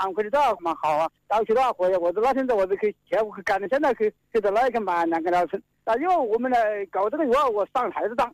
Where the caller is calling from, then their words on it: Xiantao, Hubei, China; 我们是仙桃西的火镇的呢，仙桃是西的火镇的。白果村。